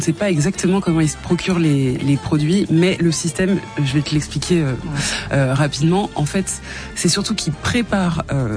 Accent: Lyon, Auvergne-Rhône-Alpes, France; born or raised there

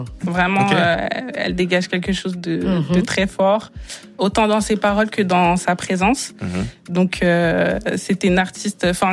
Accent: Aulnay-sous-Bois, Île-de-France, France; Du coup, moi je suis une jeune femme noire, j'ai grandi à Aulnay-sous-Bois.

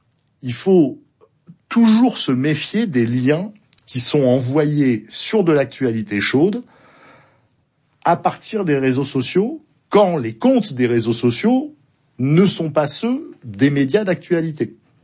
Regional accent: Bordeaux, Nouvelle-Aquitaine, France; moi je suis bordelais

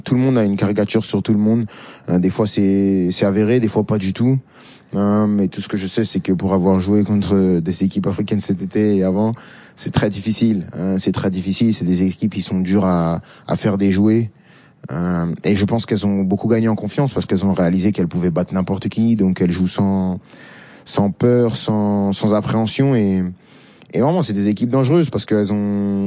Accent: France; born or raised there

